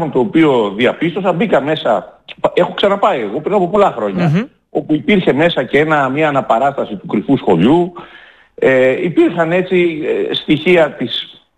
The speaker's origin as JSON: {"language": "Greek", "town": "Perati", "region": "Epirus", "country": "Greece", "tie": "born or raised there", "said": "Λοιπόν, κοιτάξτε, βρίσκομαι αυτές τις μέρες στα Γιάννενα, την ιδιαίτερη πατρίδα μου, στην Περάτη Ιωαννίνων, στο μολοσικό οροπέδιο όπως το λέω εγώ."}